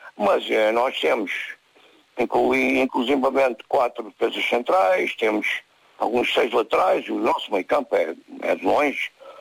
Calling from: Portugal; eu também sou português

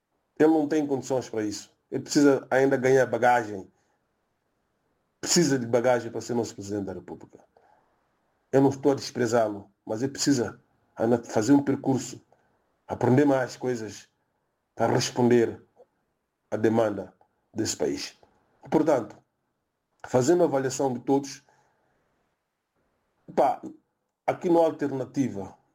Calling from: São Tomé & Príncipe; Eu sou santomense

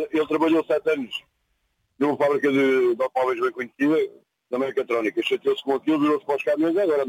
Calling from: Lisbon, Portugal; Moro aqui em Campo Lido.

